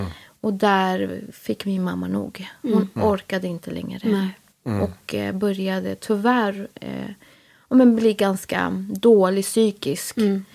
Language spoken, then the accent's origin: Swedish; Stockholm, Stockholm County, Sweden; Född och uppvuxen i Stockholm. I södra sidan, Jordbro, Haninge. Just nu bor jag närmare i Älvsjö tillsammans med min man Leo och mina tre barn.